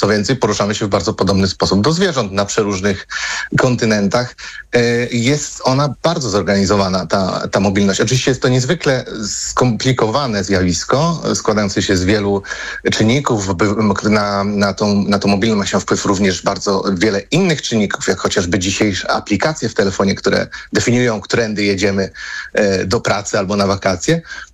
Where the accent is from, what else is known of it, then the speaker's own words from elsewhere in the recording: Lower Silesian Voivodeship, Poland; Ja tu przytaczam często przykład trochę z moich rodzinnych stron. Drogi do Karpacza w Sudetach